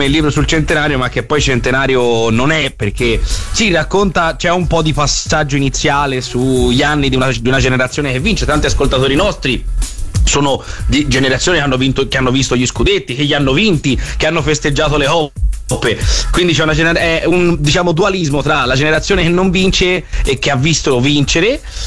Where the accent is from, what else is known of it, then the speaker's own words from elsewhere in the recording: Campi Bisenzio, Tuscany, Italy; sebbene io sia di Campi.